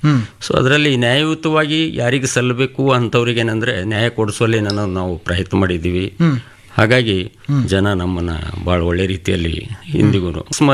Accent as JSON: {"language": "Kannada", "region": "Karnataka", "country": "India", "tie": "born or raised there", "said": "ಅದರಲ್ಲಿ ನಾನು ಓದಿ ಸ್ಕೂಲ್ ಏನಂದ್ರೆ ನಮ್ಮ ಹುಟ್ಟೂರಿನಲ್ಲೇ ಒಂದನೆಯಿಂದ ಏಳನೇ ತಿವರಿಗೆ ಅಲ್ಲಿ ಓದಿ ಆಮೇಲೆ ಹೈಸ್ಕೂಲ್ ನಾನು ಬೀದರ್ನಲ್ಲಿ ಓದಿದ್ವಿ."}